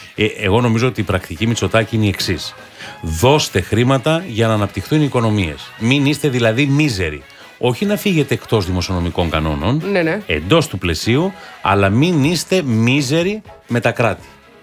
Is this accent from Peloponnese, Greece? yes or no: yes; Peloponnese, Greece; Λοιπόν, εγώ είμαι Μανιάτης.